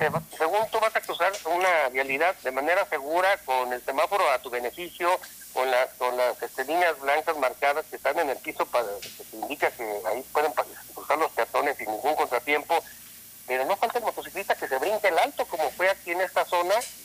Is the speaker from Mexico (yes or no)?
yes; Mexico; los mexicanos nos catalogan por romper todas las reglas